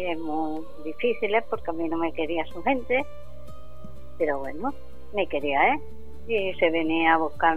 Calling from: Córdoba, Andalusia, Spain; de Córdoba.

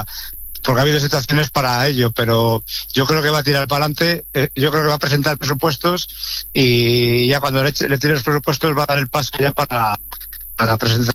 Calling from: Cantalejo, Castile and León, Spain; en Cantalejo, sí, pero camino de Aranda a trabajar.

